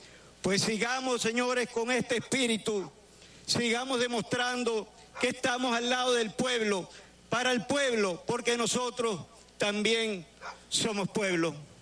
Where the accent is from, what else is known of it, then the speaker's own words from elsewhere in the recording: Venezuela; como un venezolano, así como ustedes